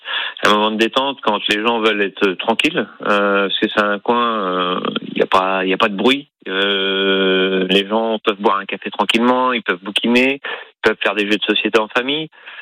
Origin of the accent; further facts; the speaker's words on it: La Haye-du-Puits, Normandy, France; je suis originaire de la haie du Puy. J'ai 44 ans, donc ça fait 44 ans qu'on est sur la haie du Puy.